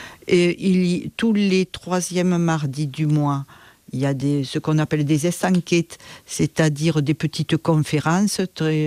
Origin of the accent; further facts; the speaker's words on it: Normandy, France; born there; Moi, je suis née par accident en Normandie.